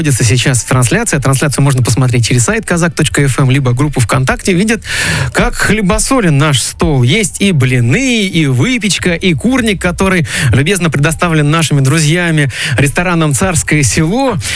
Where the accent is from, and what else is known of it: Russia